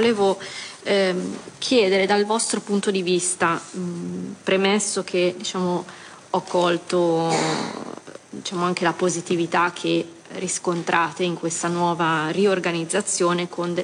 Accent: Lombardy, Italy; io lo dico da lombarda

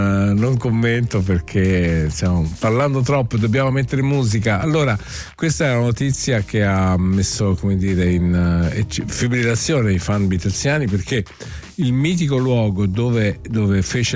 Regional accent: Naples, Campania, Italy; moved away; è la mia città d'origine, a cui sono molto legato.

